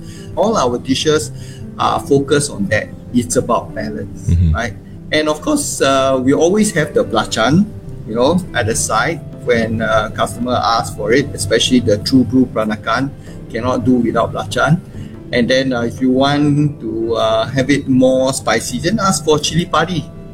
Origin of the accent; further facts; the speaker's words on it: Singapore; We grew up together. We are both from St. Gabriel's, Hougang boys.